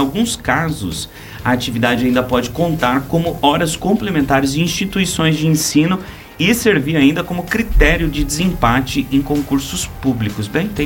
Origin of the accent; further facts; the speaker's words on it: Joinville, Santa Catarina, Brazil; now in Federal District, Brazil; como sou natural de Santa Catarina, eu tenho uma lembrança bela das praias de Santa Catarina